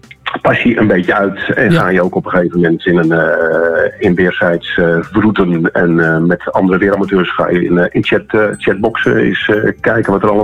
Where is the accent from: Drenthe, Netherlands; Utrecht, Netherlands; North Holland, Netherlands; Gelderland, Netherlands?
North Holland, Netherlands; Hoorn; Ik kom uit Horen, wel bekend in West-Friesland.